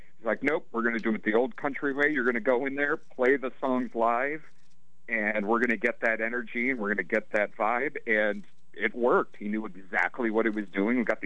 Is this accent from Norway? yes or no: no; Arizona, United States; I'm born and raised in Arizona